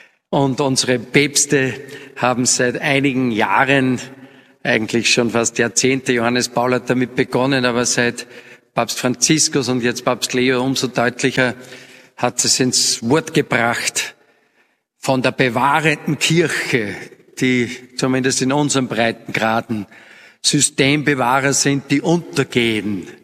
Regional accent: Upper Austria, Austria; Heuer haben wir gesehen, ein schwieriges Jahr, zumindest bei uns im Mühlviertel.

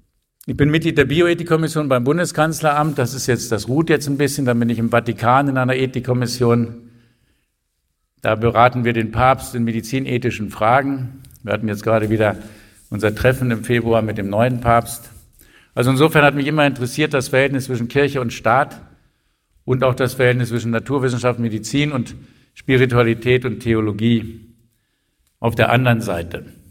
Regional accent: Northern Germany, Germany; moved away as an adult; now in Vienna, Austria; wie man an meiner Sprache hört. Ich bin jetzt seit 25 Jahren in Wien, aber ich komme aus Norddeutschland. Genau genommen muss ich sagen, mein Vater kam aus Schlesien

